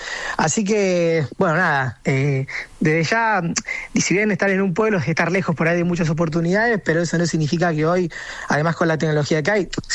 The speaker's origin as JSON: {"language": "Spanish", "country": "Argentina", "said": "somos gente del interior"}